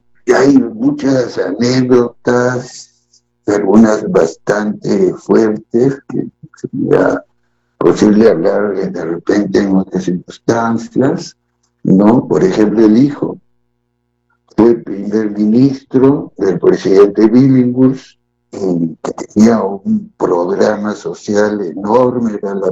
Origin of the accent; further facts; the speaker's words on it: Lima, Peru; also born or lived in Tacna; yo, a Dios gracias, nací en Tacna, pero muy bien me llevaron a Lima. Y cuando regresé a Tacna, a los 20 y tantos años